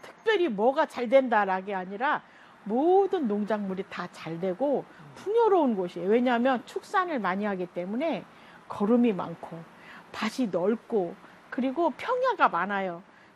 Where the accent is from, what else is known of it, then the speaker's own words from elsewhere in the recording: Gongju, South Chungcheong, South Korea; now in Hongseong, South Korea; 제가 원래 공주인데 공주에는 제 고향 같지가 않아요. 근데 여기서 한 40년 살으니까 여기가 내 고향이에요. 산도 있고 너른들도 있고 좋은 사람들도 있고 좋은 바람도 있고 햇빛도 있고